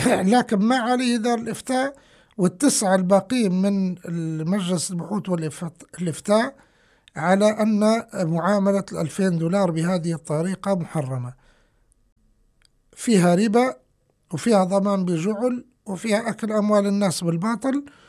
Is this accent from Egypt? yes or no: no; Libya